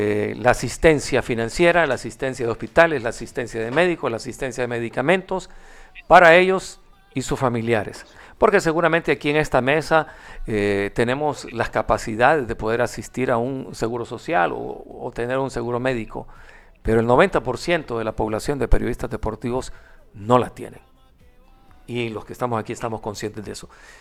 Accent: Tegucigalpa, Francisco Morazán, Honduras; nacidos en Buenos Aires, en el barrio Buenos Aires.

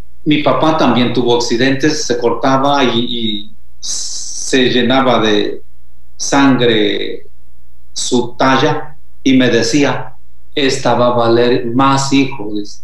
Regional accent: Santa Cruz Xoxocotlán, Oaxaca, Mexico; Santa Cruz, Jocotlán, que es nuestra cabecera municipal

